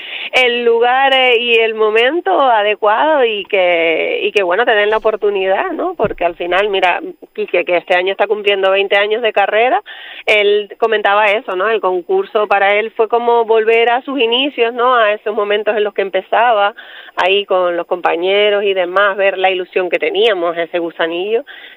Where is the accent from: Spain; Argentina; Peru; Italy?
Spain; Arico, Canary Islands; de Arico, de Arico Viejo soy, de Tenerife.